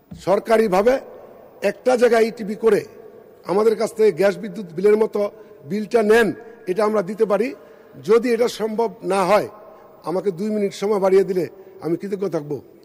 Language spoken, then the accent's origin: Bangla; Narsingdi, Dhaka Division, Bangladesh; আমার বাড়ি নরসিংদী, 1.5 ঘন্টা লাগে ঢাকা আসতে মন্ত্রণালয়ে।